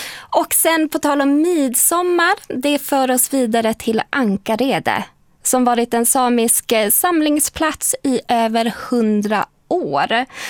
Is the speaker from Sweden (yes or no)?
yes; Karesuando, Norrbotten County, Sweden; Och vi börjar i mina hemtrakter i Karesuando.